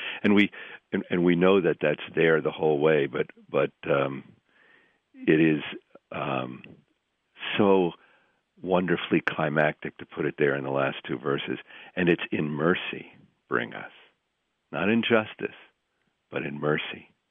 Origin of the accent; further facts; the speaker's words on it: Vermont, United States; I'm a New Englander. When I cross the border into Vermont, I know I've come home.